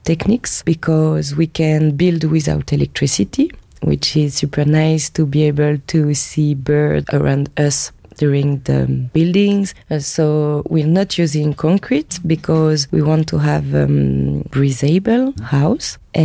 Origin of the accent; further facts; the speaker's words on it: Brittany, France; English is a second language; I'm coming from the Britain part of France.